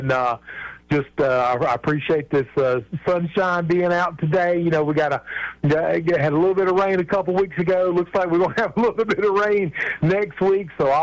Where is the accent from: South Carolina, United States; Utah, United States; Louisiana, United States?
South Carolina, United States; Columbia; I even growing up in Columbia, you know, I had a great childhood